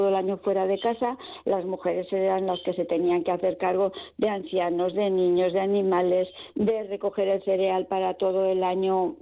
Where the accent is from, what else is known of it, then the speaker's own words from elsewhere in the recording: Burgui, Navarre, Spain; soy de Burgui